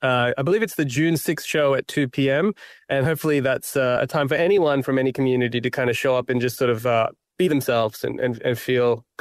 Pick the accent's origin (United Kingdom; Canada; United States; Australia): Australia; Perth, Western Australia; I'm Sri Lankan Tamil, and I was born in Perth, but my parents, they were, they're migrants. And so, you know, they lived during the Sri Lankan Civil War. And so they've fled Sri Lanka. And then, you know, I grew up in Perth